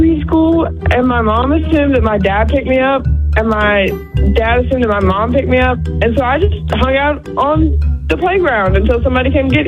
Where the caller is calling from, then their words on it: Calera, Alabama, United States; Calera, actually.